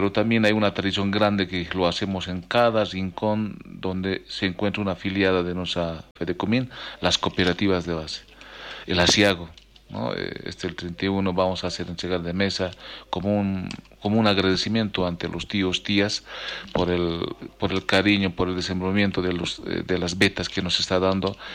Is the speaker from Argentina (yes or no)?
no; Bolivia; como todo boliviano que llevamos el corazón rojo, amarillo, verde